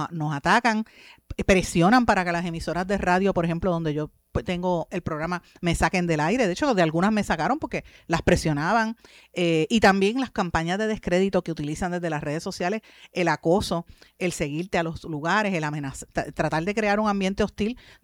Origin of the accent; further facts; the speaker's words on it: Puerto Rico; Nosotros somos colonia de Estados Unidos, y no, para algunas cosas somos libre asociado, para otras cosas somos colonia.